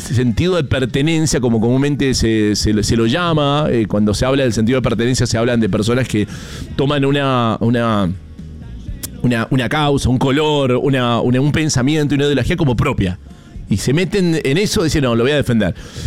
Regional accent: Argentina; como comúnmente le decimos aquí en Argentina

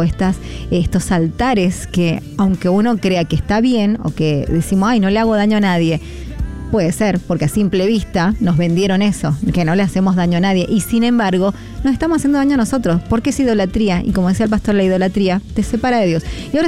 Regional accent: Argentina

